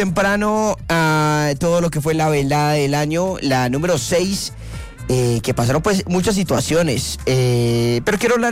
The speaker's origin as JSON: {"language": "Spanish", "town": "Medellín", "region": "Antioquia", "country": "Colombia", "said": "Yo soy de Medellín"}